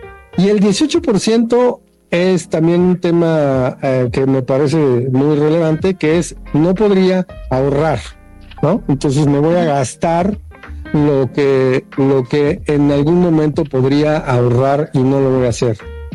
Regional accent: Mexico

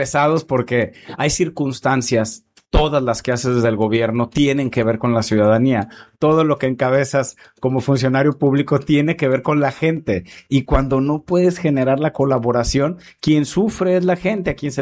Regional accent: Manzanillo, Colima, Mexico; soy el único manzanillense en el gabinete de nuestra gobernadora

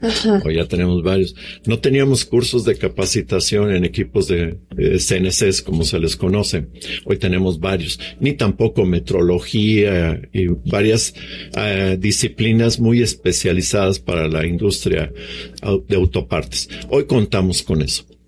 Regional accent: Mexico; El 98% somos mexicanos.

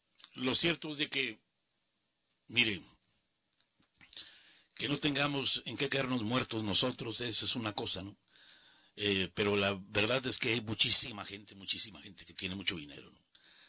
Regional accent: Mexico; así somos los mexicanos.

